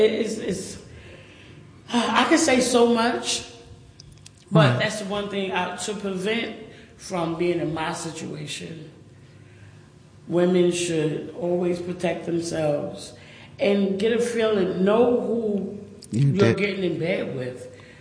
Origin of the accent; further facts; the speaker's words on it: New Jersey, United States; Well, I'm one of six. My mother had six kids. Growing up in Jersey, we were real family oriented.